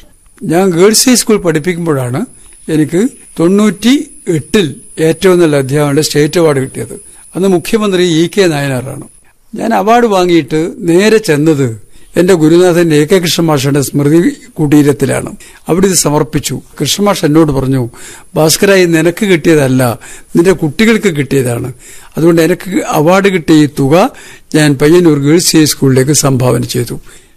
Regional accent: Kerala, India

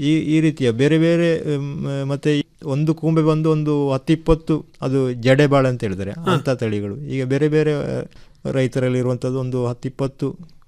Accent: Kerala, India; ನಮ್ಮ ಕೇರಳದ ಭಾಗದಲ್ಲೆಲ್ಲ

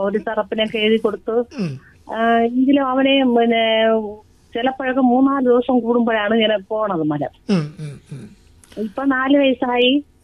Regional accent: Thamalam, Kerala, India; ഞങ്ങൾ തമലോ.

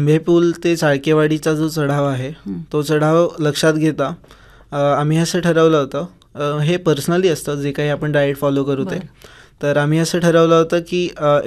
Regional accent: Ganpatipule, Maharashtra, India; मी गणपतीपुळ्याचा आहे

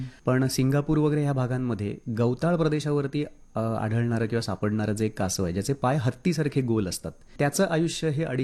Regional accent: Mumbai, Maharashtra, India; born there; moved away as an adult; now in Velas, India; मी जन्मलो आहे मुंबईमध्ये, वेळास माझं गाव आहे, मी मुंबई सोडून 2000 साली वेळासला स्थायिक झालो

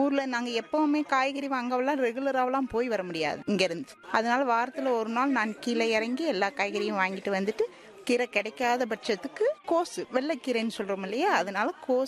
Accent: Pannaikadu, Tamil Nadu, India; born there; moved away as an adult; now in Agamalai, India; Pannaikadu school 12th வரைக்கும் அங்கதான்

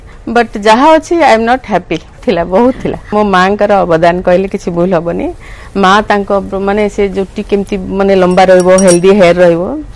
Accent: Choudwar, Odisha, India; born there; ଆଉ ଯେହେତୁ ମୋର ଜନ୍ମସ୍ଥାନ ଓଡ଼ିଶା ମାନେ ଚୌଦ୍ୱାର

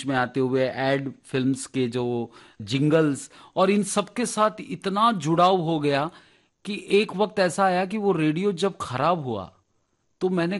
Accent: Ahmedabad, Gujarat, India; वो हमारे अहमदाबाद में ही, अहमदाबाद हाँ। हमारा जो एक मोहल्ला है, जो हमारा गांव है छारा नगर गांव, तो वहां पर रहते थे।

